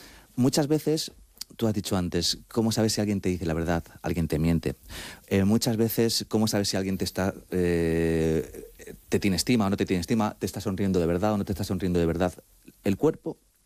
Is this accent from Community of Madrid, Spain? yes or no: yes; Madrid, Community of Madrid, Spain; estoy muy dividido porque aparte te he dicho ya que que soy madrileño